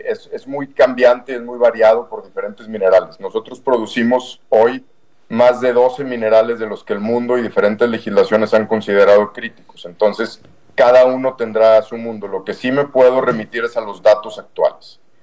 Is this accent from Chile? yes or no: no; Mexico; somos los mexicanos